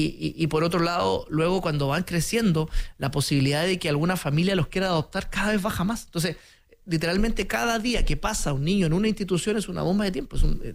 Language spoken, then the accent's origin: Spanish; Chile; nuestra identidad como chilenos